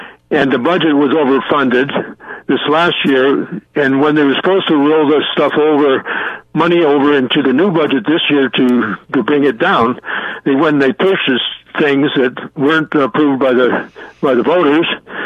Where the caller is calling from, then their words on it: Canterbury, Connecticut, United States; I'm calling from Canterbury.